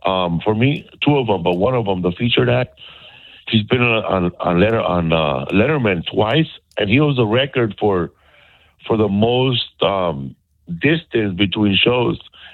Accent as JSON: {"language": "English", "town": "Los Angeles", "region": "California", "country": "United States", "tie": "born or raised there", "said": "Yes, I grew up in Boyle Heights, the East Los Angeles. I grew up in a gated community. The window was gated. The back door was gated."}